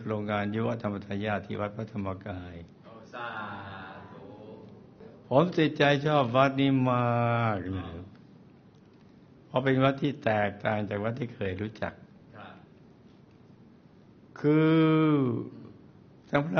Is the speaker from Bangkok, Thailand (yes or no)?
yes; Bangkok, Thailand; now in Yasothon, Thailand; โยมพ่อผมเนี่ยเป็นคนจังหวัดนครปฐมแต่พาตัวผมมาเกิดที่กรุงเทพ